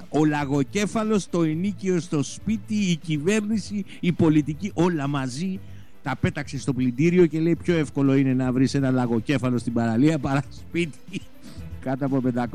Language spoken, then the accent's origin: Greek; Western Greece, Greece; Καλημέρα στο Μεσολόγγι και το Αγρίνιο, την Ετωλοακαρνανία, την πατρίδα μου